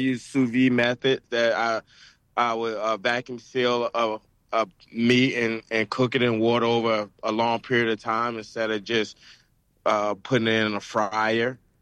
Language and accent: English; the South, United States; I'm from the South. I'm Southern as hell.